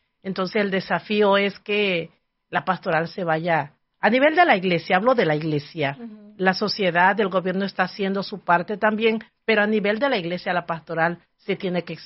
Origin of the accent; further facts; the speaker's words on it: Mexico; sí, nosotros somos, yo nací ahí, crecí, ¿eh? El problema es que cuando salimos de México, por eso es que decían, no, ustedes son centroamericanos, son nicaragüenses, son